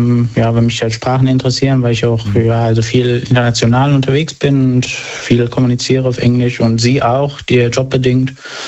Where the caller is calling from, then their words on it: Rhineland-Palatinate, Germany; Westerwald.